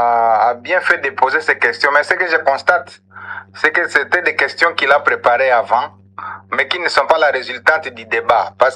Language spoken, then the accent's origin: French; DR Congo; nous avons un même langage comme enfant de la République démocratique du Congo.